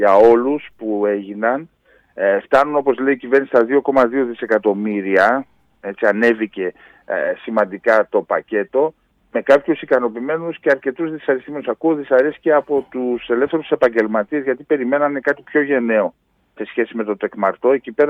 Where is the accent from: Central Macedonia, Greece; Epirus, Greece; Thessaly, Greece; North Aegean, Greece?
Epirus, Greece; Konitsa; στα μέρη μου πάνω, στην Κόνιτσα, εκεί στην Ήπειρο